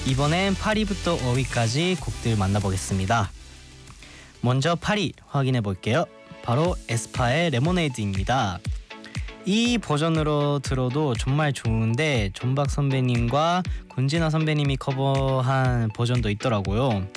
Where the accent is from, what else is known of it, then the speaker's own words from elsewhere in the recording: Japan; Korean is a second language; 어디서 왔어? 하면 저 일본에서 왔어요 얘기하